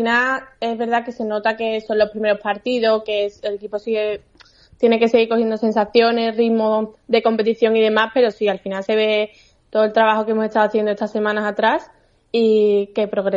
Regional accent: Seville, Andalusia, Spain; moved away as an adult; now in Valladolid, Spain; De Sevilla, yo estoy de Sevilla.

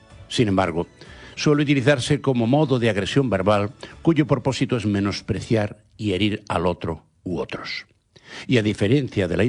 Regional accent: Galicia, Spain; mi patria chica, Galicia. En el lugar donde hasta no a mucho se creía que el mundo se acababa y no había nada más allá, non plus ultra que decían los antiguos, los gallegos somos bastante duchos en el uso de la retranca en las conversas cotidianas

